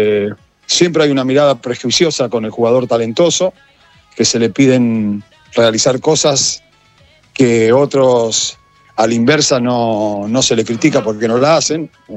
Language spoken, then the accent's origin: Spanish; Colombia; born there; Sí, bueno, la selección de donde nació mi madre, donde nací yo, por supuesto, terminó de refrendar un buen inicio de Mundial